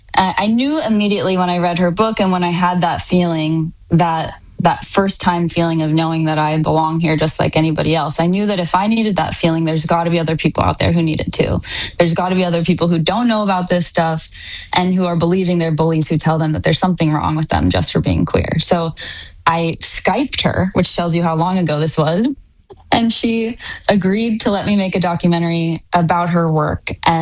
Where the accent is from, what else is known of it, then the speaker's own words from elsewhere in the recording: Texas, United States; at least as a teen girl growing up in Texas.